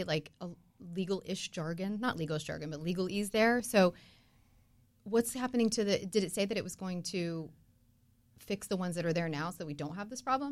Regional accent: Lake Mary, Florida, United States; also born or lived in Marietta, Ohio; now in Orlando, United States; My grandmother was here in Florida. And so we toted around in a few other states. But by the time I was three, we were here. And I grew up in Lake Mary. So sort of Longwood, like I grew up in the Woodlands.

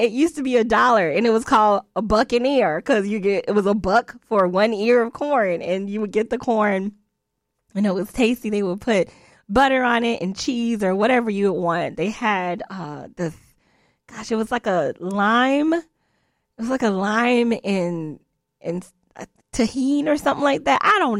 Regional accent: Florida, United States; I was raised here in Central Florida near the corn festival for all these years.

